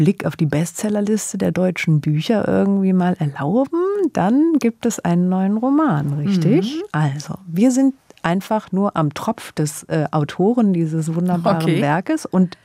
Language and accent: German; Stuttgart, Baden-Württemberg, Germany; born there; ich bin in Stuttgart geboren, wenn ich den Dialekt höre, dann, das ist für mich was.